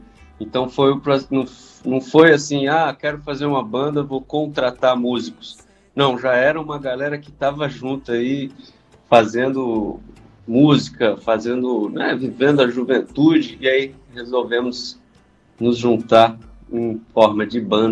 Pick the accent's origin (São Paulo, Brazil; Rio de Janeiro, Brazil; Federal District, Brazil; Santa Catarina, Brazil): Federal District, Brazil; Taguatinga; Eu mesmo sou de Taguatinga.